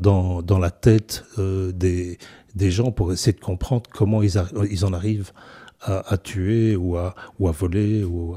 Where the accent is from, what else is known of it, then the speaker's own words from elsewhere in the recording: Ohain, Wallonia, Belgium; J'ai grandi dans le Brabant wallon, dans un village qui s'appelait Owain, qui a été rattaché à la commune de Lannes maintenant.